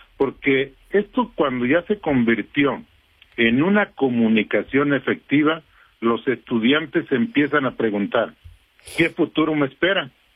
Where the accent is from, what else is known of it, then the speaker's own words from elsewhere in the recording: Mexico; como mexicanos, como afectados en este caso